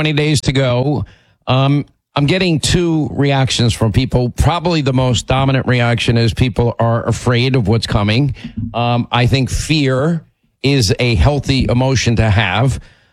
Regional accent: Ireland; I know I'm supposed to like whiskey. I'm Irish.

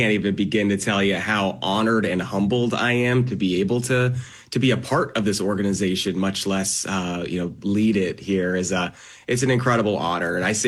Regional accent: Denver, Colorado, United States; also born or lived in Salt Lake City, Utah; now in Jacksonville, United States; I grew up in Denver, lived in Salt Lake for a long time

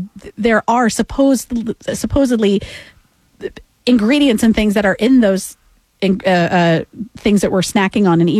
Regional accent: United States; we have in the United States, because we are a giant country.

